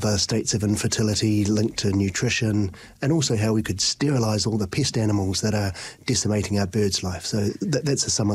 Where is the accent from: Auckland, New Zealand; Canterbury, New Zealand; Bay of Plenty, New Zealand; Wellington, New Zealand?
Canterbury, New Zealand; Christchurch; moved away as an adult; also born or lived in West Virginia / Palmerston North; now in Dunedin, New Zealand; I grew up in Christchurch. I did all my studies there, my undergraduate study and my PhD in Christchurch, and then went to work for 3 years in West Virginia, hillbilly country.